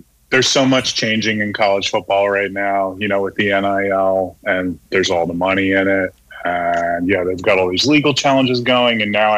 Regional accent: Northeast, United States; Like I grew up in the Northeast and I went to school down in the SEC

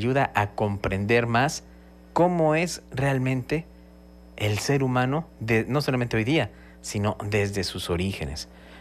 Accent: Mexico City, Mexico; now in Campeche, Mexico; yo soy chilango y me vine a vivir aquí a Campeche y me casé con una campechana.

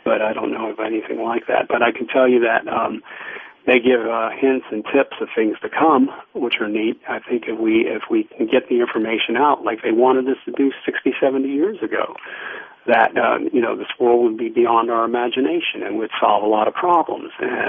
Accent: United States; I like to see us be in the forefront, which is America, because I'm an American.

